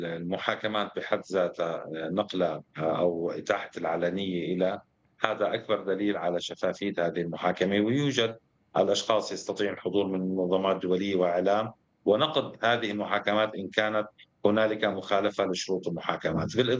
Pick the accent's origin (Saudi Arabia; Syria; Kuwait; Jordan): Syria; جميعا كسوريين